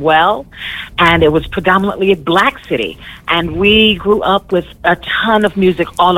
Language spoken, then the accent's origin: English; Gary, Indiana, United States; now in Minnesota, United States; We're from Gary, Indiana